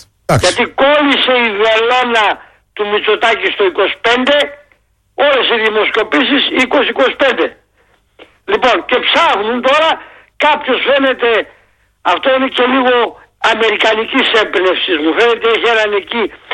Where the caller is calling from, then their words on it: Central Macedonia, Greece